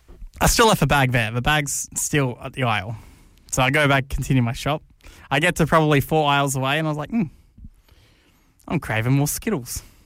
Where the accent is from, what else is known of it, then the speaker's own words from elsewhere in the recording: Gosford, New South Wales, Australia; Well, I grew up in Gosford, so I probably had consumed worse.